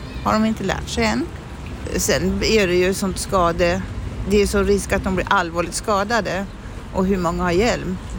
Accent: Ljusdal, Gävleborg County, Sweden; Jag kommer från Ljusdal.

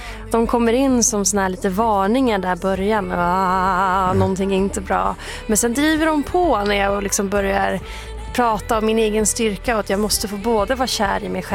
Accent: Värmland, Sweden; min liksom musikaliska bakgrund och från musikkulturen hemma i Värmland

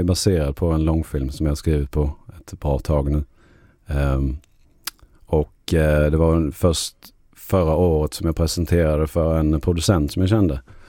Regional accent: Skinnemyra, Sweden; när jag såg en rotvälta hemma i Skinnemyra.

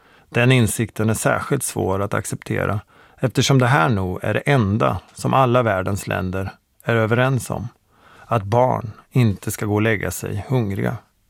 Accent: Borensberg, Östergötland, Sweden; när jag ibland träffar honom hemma i Borensberg utanför Motala där jag växte upp.

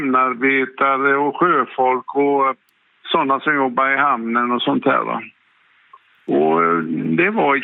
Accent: Gothenburg, Västra Götaland County, Sweden; accent: Gothenburg dialect; moved away as an adult; now in Umeå, Sweden; Jag är född där 48 på Hjortåsgatan.

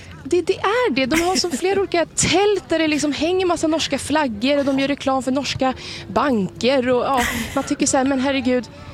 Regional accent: Sweden; känner sig liksom udda som svensk

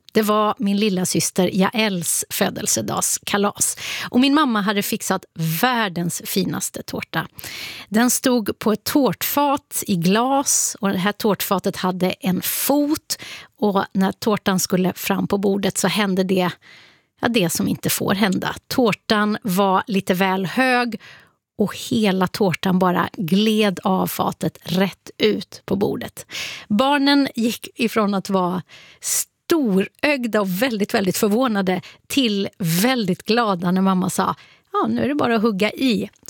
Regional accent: Borås, Västra Götaland County, Sweden; hemma i Brämhult i Borås där jag växte upp.

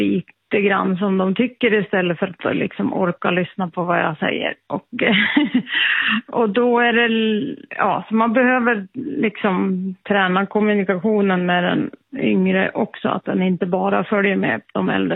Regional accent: Jämtland County, Sweden; Ja, dels är jag uppväxt på en bondgård och har jobbat med, eller har levt med det här livet i hela mitt liv egentligen. Mina föräldrar var lantbrukare uppe i Jämtland.

